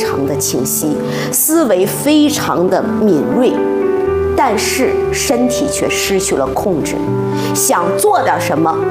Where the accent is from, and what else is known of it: China